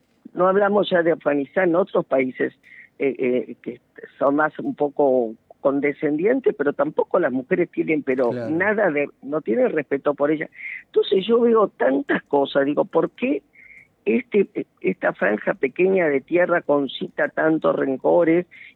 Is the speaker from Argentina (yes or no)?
yes; Argentina; Acá hemos dado, damos pruebas de que somos argentinos, que amamos, yo he recorrido mi país, lo amo